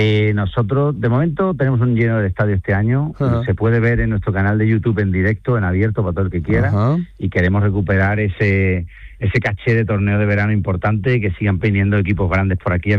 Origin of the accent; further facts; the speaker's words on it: Seville, Andalusia, Spain; Yo soy de Sevilla